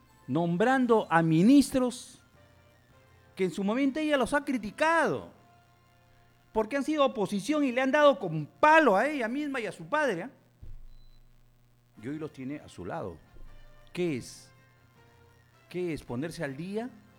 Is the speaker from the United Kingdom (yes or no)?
no; Peru; Yo estoy por el Perú, como cualquier peruano. Quiero que le vaya bien a mi patria